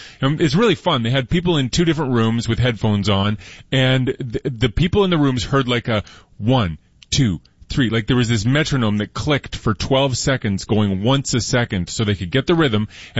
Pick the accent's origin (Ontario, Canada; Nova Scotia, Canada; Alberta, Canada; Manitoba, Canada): Alberta, Canada; Edmonton; I'm from Edmonton